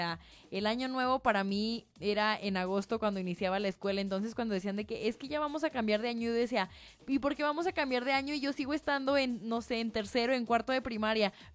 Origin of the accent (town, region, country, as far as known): Mexico